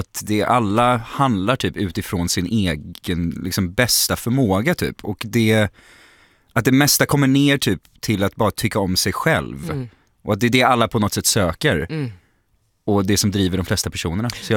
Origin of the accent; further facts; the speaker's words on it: Gothenburg, Västra Götaland County, Sweden; Hon hade missat att jag är göteborgare.